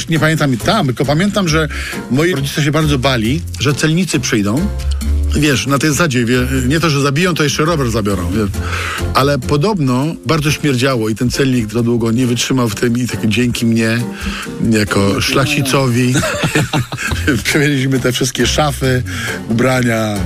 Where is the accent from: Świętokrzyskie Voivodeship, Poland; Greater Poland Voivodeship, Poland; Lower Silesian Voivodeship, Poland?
Lower Silesian Voivodeship, Poland; Wrocław; also born or lived in Vilnius; Urodziłem się w Wilnie, miałem 2 latka, moja rodzina przyjechała do Wrocławia takim pociągiem jak sami swoi.